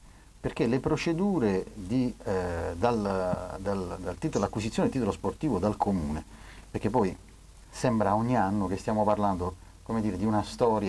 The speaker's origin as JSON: {"language": "Italian", "town": "Taranto", "region": "Apulia", "country": "Italy", "said": "io sono Tarantino e sono orgoglioso della mia città"}